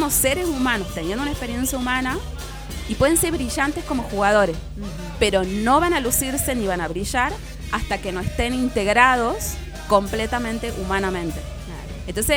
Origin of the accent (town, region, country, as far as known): Argentina